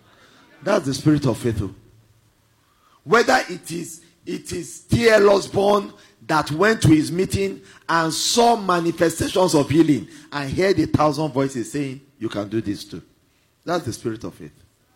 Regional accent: Ibadan, Oyo, Nigeria; When I was growing up, I grew up in University of Ibadan. There were giants in University of Ibadan.

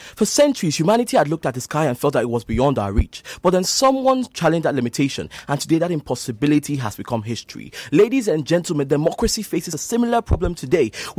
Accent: Nigeria; My home country, Nigeria

